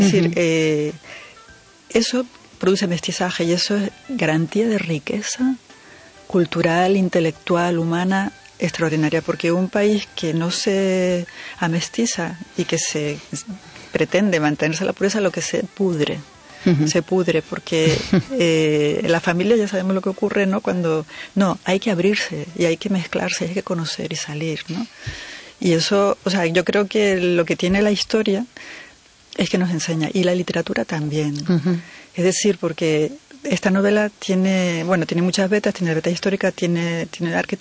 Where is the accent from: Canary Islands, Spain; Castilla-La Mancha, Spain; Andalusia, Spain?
Canary Islands, Spain; Galicia como Canarias, que es mi tierra, son tierras con mirada atlántica, con vocación atlántica